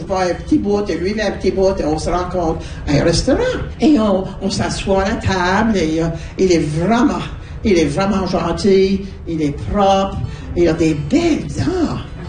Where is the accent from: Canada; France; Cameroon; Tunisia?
Canada; Nova Scotia; Ben moi, je viens de Baie-Sainte-Marie.